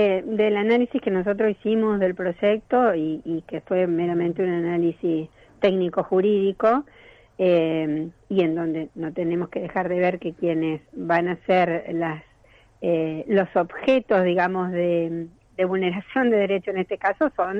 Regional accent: Argentina; nosotros como país, Argentina

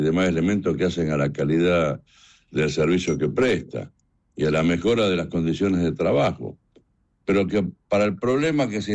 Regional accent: Buenos Aires, Argentina; Yo vengo de Buenos Aires, hay más de 10.000 personas en la calle, durmiendo en la calle

